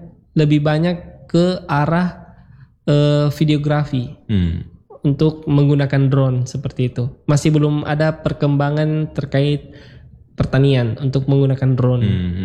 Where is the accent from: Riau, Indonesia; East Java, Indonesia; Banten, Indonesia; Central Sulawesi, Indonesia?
Central Sulawesi, Indonesia; Ampana; born there; moved away as an adult; now in Palu, Indonesia; Kalau saya lahir di Ampana.